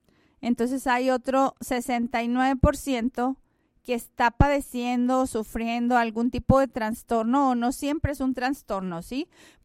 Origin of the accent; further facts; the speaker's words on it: Mexico; nosotros como mexicanos